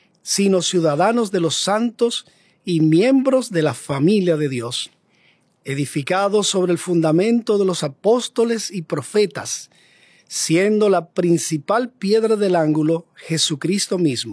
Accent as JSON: {"language": "Spanish", "country": "Dominican Republic", "tie": "born there", "said": "aun cuando nací en República Dominicana y me llamo a mí mismo dominriqueño"}